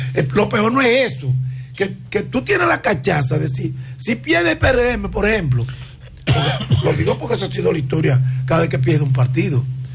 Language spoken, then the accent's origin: Spanish; Dominican Republic; Porque oye cómo somos los dominicanos.